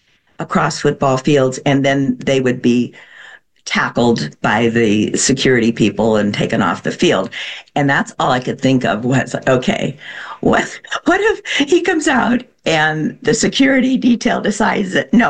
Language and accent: English; Mansfield, Ohio, United States; I grew up in Ohio, Mansfield.